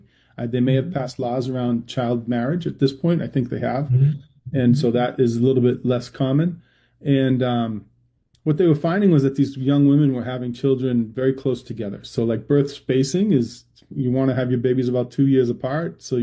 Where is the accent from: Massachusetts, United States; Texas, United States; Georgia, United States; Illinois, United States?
Massachusetts, United States; I was a certified school teacher in the state of Massachusetts, living in my hometown